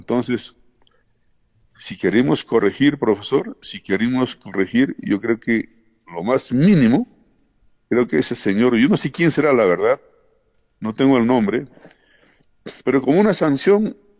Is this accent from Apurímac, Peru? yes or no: yes; Cotabambas province, Apurímac, Peru; a todos nuestros paisanos de nuestra provincia de Cotabambas, en especial a nuestra capital, Tambobamba.